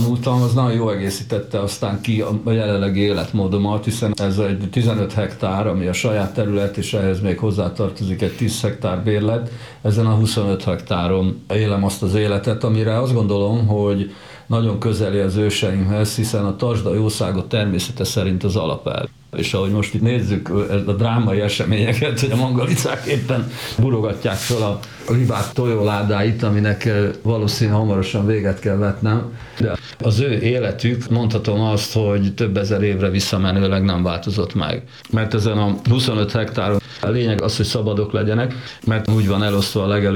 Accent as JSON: {"language": "Hungarian", "country": "Hungary", "tie": "born there", "said": "én ide születtem Magyarországra"}